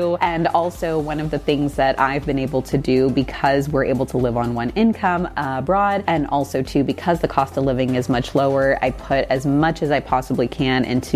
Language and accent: English; United States; moved away as an adult; now in Syros, Greece; I'm just seen as an American here.